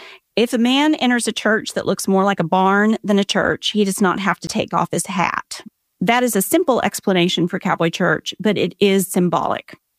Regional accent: Texas, United States; as we might put it in Texas, I grew up in West Texas, it was kind of shooting fish in a barrel.

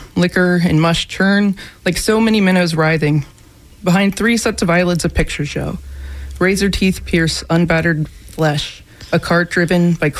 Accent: Maryland, United States; I'm not from Florida, but I'm from Maryland, but I've loved watersheds wherever I go.

